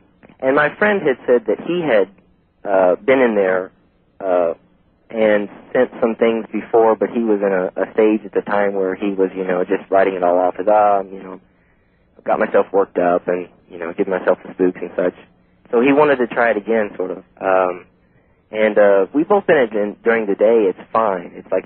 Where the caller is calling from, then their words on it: Tennessee, United States; I'm calling from Tennessee.